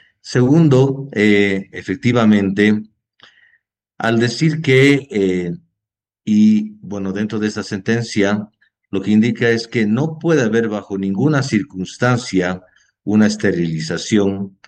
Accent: Bolivia; Nosotros como Estado boliviano

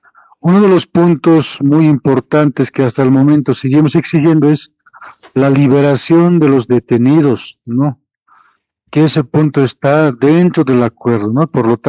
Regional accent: Bolivia; Porque aquí somos bolivianos y entre bolivianos, en un diálogo sincero y claro, debemos debatirlo

